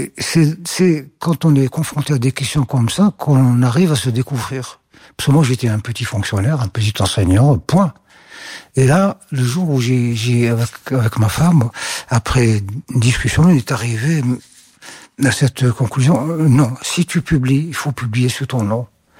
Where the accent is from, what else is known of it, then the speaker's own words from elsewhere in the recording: Algeria; je vis en Algérie.